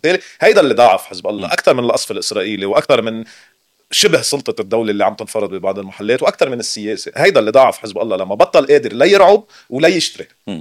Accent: Lebanon; اذا ما سكروا لنا حساباتنا كلبنانيه برات لبنان.

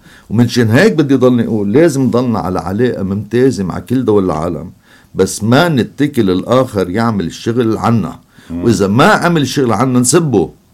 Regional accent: Lebanon; كلبنانيين عم بحكي

